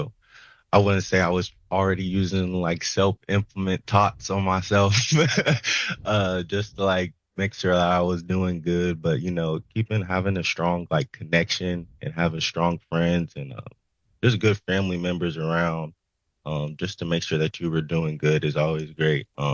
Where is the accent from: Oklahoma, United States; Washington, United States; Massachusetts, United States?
Oklahoma, United States; Lawton; born there; I was born on Fort Sill. They were both stationed on Fort Sill. Military base out there in Lawton, Oklahoma. So I lived out in Lawton, Oklahoma for a quite extensive time, probably until like middle school, and then we ended up moving up to Oklahoma City.